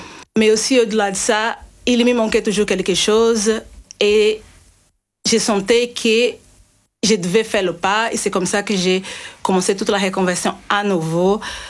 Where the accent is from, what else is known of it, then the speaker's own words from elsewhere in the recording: Brazil; French is a second language; moved away as an adult; now in Belgium; je suis originaire du Brésil. Et je suis en Belgique depuis un petit peu de temps.